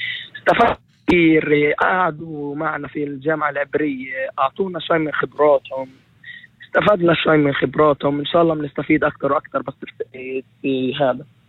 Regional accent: Jerusalem, Palestine; أنا من القدس.

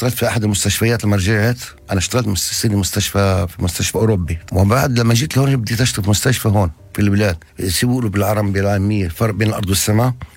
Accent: Palestine; وإحنا كفلسطينيين

